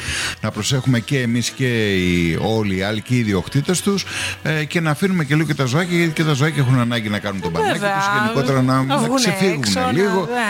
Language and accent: Greek; Kefalonia, Ionian Islands, Greece; born or raised there